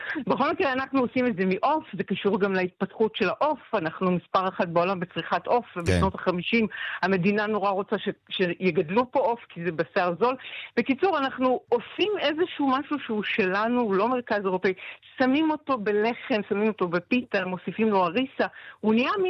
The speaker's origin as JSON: {"language": "Hebrew", "region": "Central District", "country": "Israel", "tie": "born or raised there", "said": "אני גדלתי במושב בשרון, ונתניה הייתה עיר המחוז שלנו"}